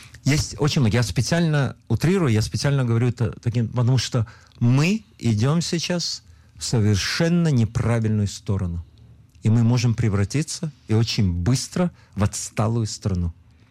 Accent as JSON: {"language": "Russian", "town": "Lviv", "region": "Lviv Oblast", "country": "Ukraine", "tie": "born there", "moved": "yes", "said": "Я приехал из Советского Союза, из города Львова, там я родился."}